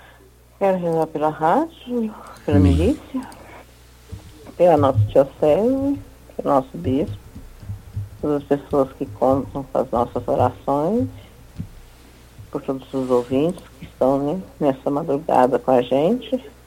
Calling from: Divinópolis, Minas Gerais, Brazil; Divinópolis.

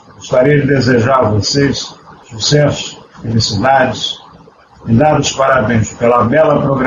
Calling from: Rio de Janeiro, Brazil; Sou do Rio de Janeiro, Brasil

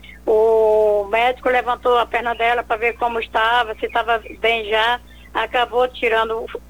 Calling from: Praia Grande, São Paulo, Brazil; eu falo da Praia Grande, São Paulo.

